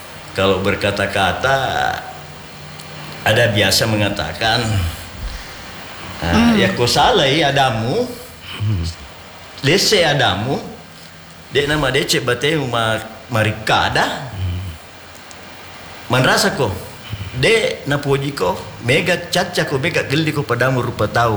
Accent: South Sulawesi, Indonesia; Nah, disinilah saya sebagai orang Bugis, apapun yang saya bicarakan terhadap tetangga masyarakat Bugis di lingkungan yang di mana kami berada bertempat tinggal

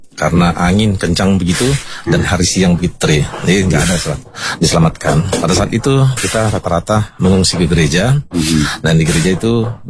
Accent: Lhokseumawe, Aceh, Indonesia; also born or lived in Medan; Karena selain saya lahir di Medan, di Tapanuli, tapi saya besar di Aceh ini, khususnya di Kota Lok Semar.

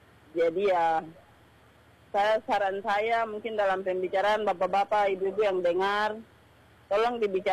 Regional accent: Nabire, Central Papua, Indonesia; sebagai anak Nabire

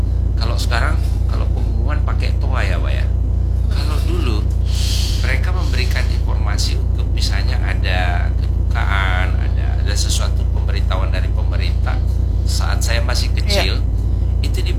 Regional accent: Minahasa, North Sulawesi, Indonesia; born there; now in Banjarmasin, Indonesia; Kalau saya karena kan orang asli sana

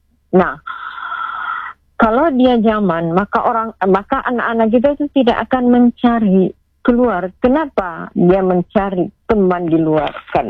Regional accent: South Sulawesi, Indonesia; kita ke palsafa hidup kita sebagai orang Bugis, sipaka tahu, sipaka ingat, sipaka lebih, mappatabe.

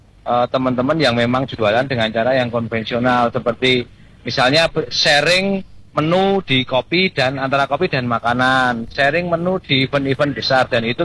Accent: Bantul, Special Region of Yogyakarta, Indonesia; karena saya lokal Bantul, lahir besar tua di Bantul

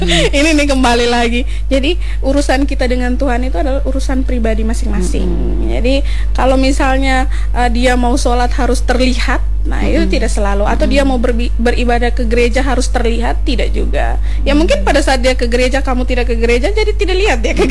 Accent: East Nusa Tenggara, Indonesia; untuk kita warga NTT

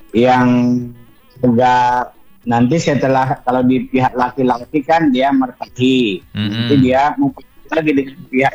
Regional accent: North Sumatra, Indonesia; born there; moved away; di kampung saya itu, di kampung kita sana di daerah Batak.

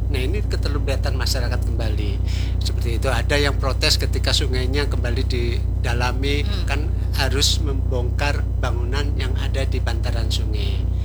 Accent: Java, Indonesia; Kebetulan saya juga dari Jawa.

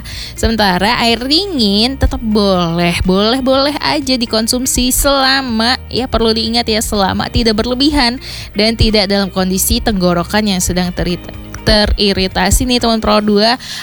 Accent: West Kalimantan, Indonesia; bagi kita nih warga Kalimantan Barat

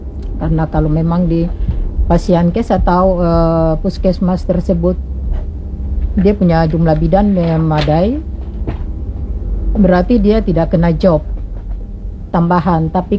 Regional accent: Maluku, Indonesia; kita orang Maluku

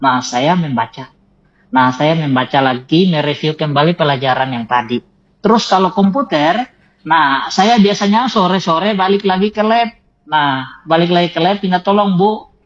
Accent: Mundek, Indonesia; Kampung saya di Mundek. Karena dulu-dulu kampung sekali.

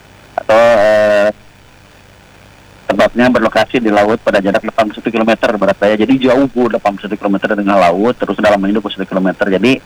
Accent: Pangandaran, West Java, Indonesia; Itu mah doa kami dari orang Pangandaran gitu.

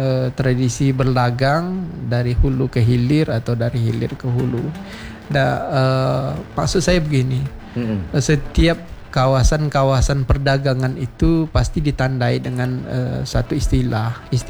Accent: Siak, Riau, Indonesia; kalau di Siak ini kan banyak makam-makam yang tua juga, termasuk di kampung saya

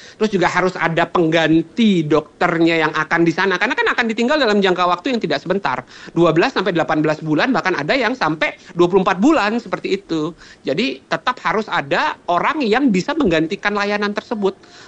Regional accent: West Nusa Tenggara, Indonesia; Tapi kalau saya mendengar teman-teman saya di daerah di luar NTB ya

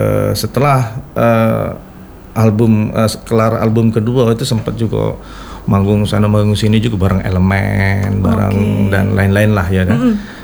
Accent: Palembang, South Sumatra, Indonesia; kita sebagai orang Palembang harus bangga

